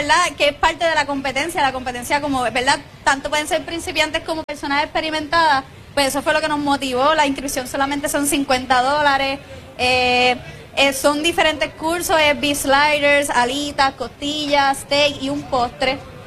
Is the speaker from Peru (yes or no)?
no; Peñuelas, Puerto Rico; born there; Nosotras somos de Peñuelas, porque nací ahí.